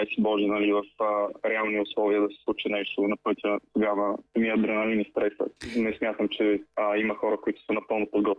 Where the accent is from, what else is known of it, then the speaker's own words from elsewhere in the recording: Kochan, Blagoevgrad Province, Bulgaria; Значи аз съм на 22 години от Селокочен, община Стовче, до Съделчество.